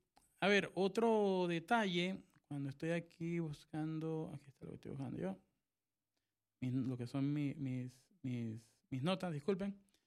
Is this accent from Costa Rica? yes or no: yes; Costa Rica; now in Panama; yo que soy de Costa Rica